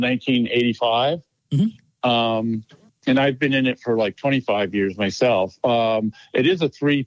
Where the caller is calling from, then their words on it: Anchorage, Alaska, United States; I'm calling from Alaska, Anchorage.